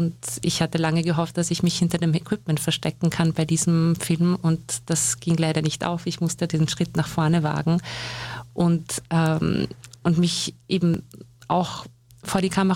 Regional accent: Upper Austria, Austria; Ein Stück weit schon, natürlich, weil einfach sehr die prägendsten Jahre meines Lebens hier verbracht wurden und das ist halt doch von 6 bis 18

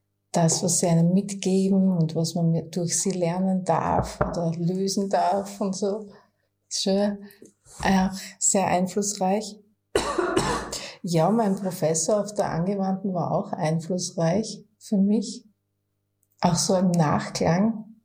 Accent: Gillersdorf, Styria, Austria; Okay, ja, mein Start war tatsächlich im ländlichen Raum, in einem kleinen Ort, der heißt Gillersdorf, an der Grenze Richtung Burgenland schon.

